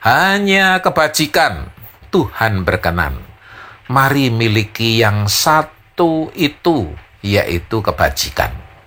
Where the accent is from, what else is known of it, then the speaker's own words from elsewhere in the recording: Surakarta, Central Java, Indonesia; kita ini orang Solo.